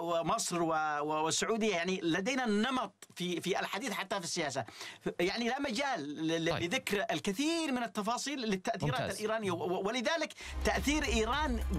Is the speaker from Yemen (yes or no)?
yes; Yemen; نحن كيمنيين